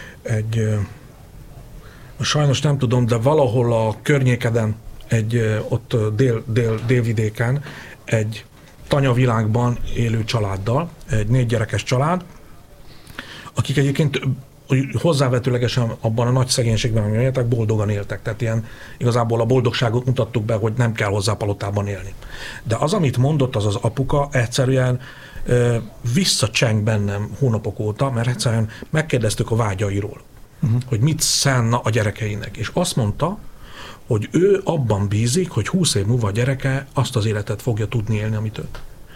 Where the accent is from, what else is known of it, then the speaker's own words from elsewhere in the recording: Hungary; vidéken születtem, ebben nőttem fel